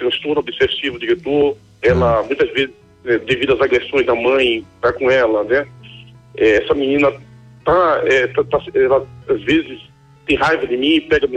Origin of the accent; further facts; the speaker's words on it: Recife, Pernambuco, Brazil; now in Brasília, Brazil; mãe é de Recife, eu sou de Recife também, mas estou em Brasília nesse momento, né?